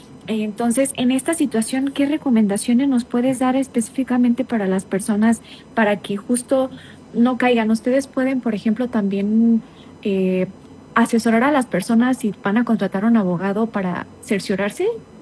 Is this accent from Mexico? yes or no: yes; Mexico